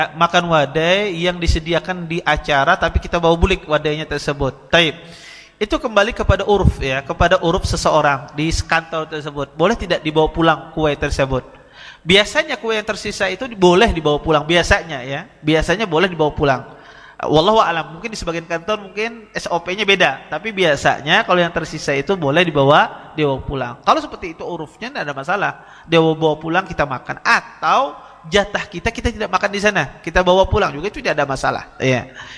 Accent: Indonesia; also born or lived in Medina; saya pada saat itu namanya orang Indonesia ini masih belum terbiasa makanan Arab.

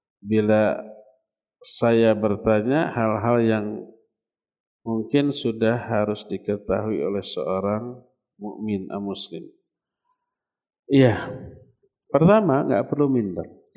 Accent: Bandung, West Java, Indonesia; Dulu saya dari SMA, SMA favorit di Bandung

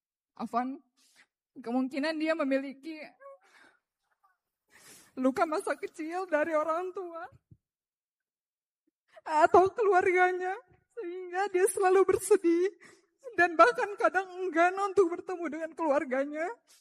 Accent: Serang, Banten, Indonesia; saya berasal dari Kota Serang, Banten.

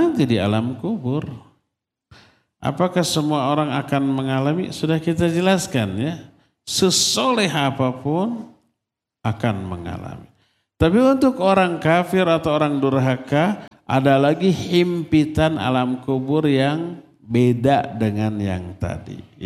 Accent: Selacau, West Java, Indonesia; di desa saya itu ada Selacau

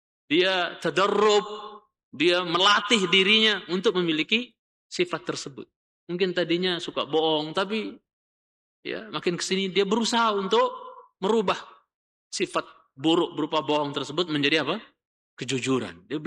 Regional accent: Lombok, West Nusa Tenggara, Indonesia; Ya, kalau saya orang Lombok … misalnya begitu.

